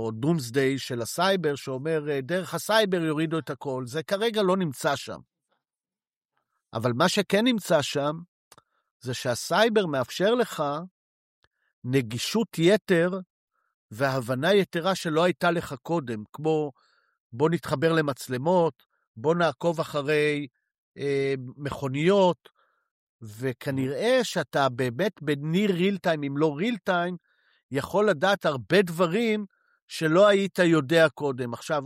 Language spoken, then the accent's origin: Hebrew; Spain; אני מגיע מספרד.